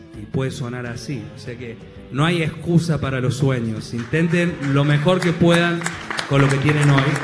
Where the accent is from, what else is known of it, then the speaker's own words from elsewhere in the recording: Córdoba, Argentina; also born or lived in Sweden / Spain / Mexico; now in Chicago, United States; todo desde Córdoba a cuando me fui de acá a Suecia, de Suecia a España, México, que me enamoré, terminé en Chicago y hoy mi vida es ahí.